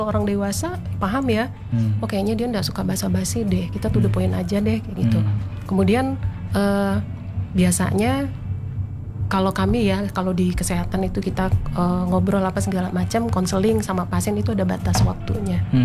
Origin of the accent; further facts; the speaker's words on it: Pontianak, West Kalimantan, Indonesia; also born or lived in Yogyakarta; Jadi sekolah di Jogja cukup lama, 2002 saya pulang ke Pontianak.